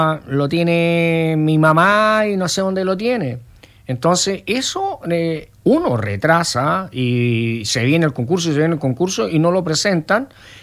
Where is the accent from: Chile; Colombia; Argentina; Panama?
Chile; porque somos chilenos.